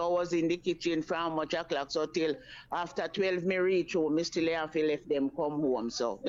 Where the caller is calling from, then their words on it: Kingston, Jamaica; And I'm calling from Abbeville in Kingston 17.